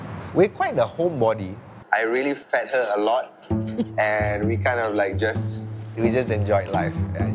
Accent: Singapore; born there; I was born in Taman Jurong, actually. We call it an L flat. Basically, there's no rooms. It's just a living room and a kitchen. So we didn't grow up wealthy at all.

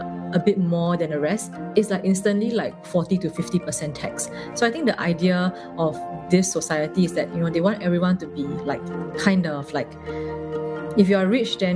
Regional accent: Singapore; moved away; It's something that's ingrained in my mind growing up as a Singaporean that, you know, this is how I will grow old.

